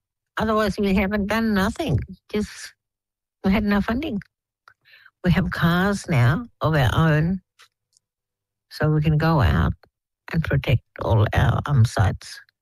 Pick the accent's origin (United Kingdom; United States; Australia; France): Australia; Western Australia; I'm a Ngala woman. I'm from the Big Grey River.